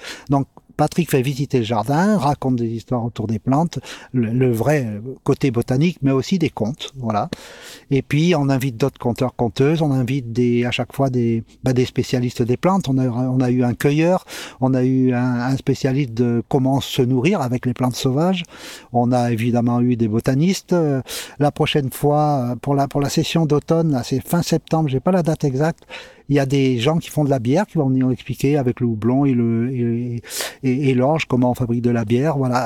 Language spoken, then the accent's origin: French; South-West France, France; now in Moissac, France; je viens du sud-ouest, j'habite à Moissac.